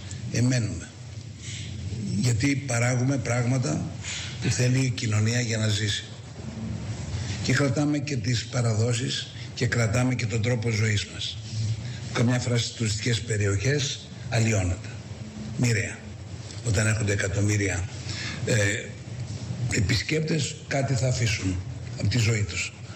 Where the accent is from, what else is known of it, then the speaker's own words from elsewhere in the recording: Greece; Είμαστε Έλληνες και θα μείνουμε Έλληνες. Είμαστε Ορθόδοξοι και θα μείνουμε Ορθόδοξοι.